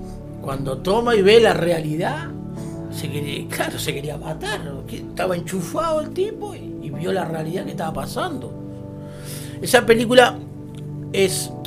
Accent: Montevideo, Uruguay; moved away; Yo soy de Montevideo, ¿no? Y allá era muy común jugar en la calle mismo, en el pavimento.

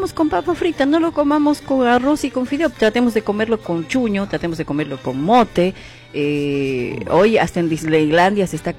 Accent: La Paz, Bolivia; cuando era niña, en Bolivia, en La Paz

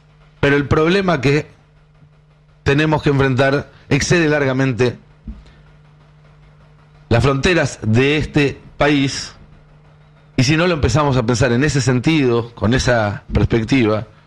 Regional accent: Argentina

